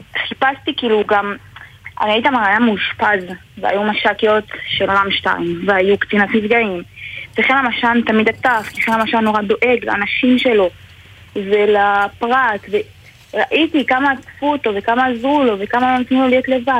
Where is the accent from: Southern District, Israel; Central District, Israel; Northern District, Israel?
Southern District, Israel; Ofakim; היי, אני בת 21, גרה באופקים, חנכתי באופקים, גדלתי באופקים.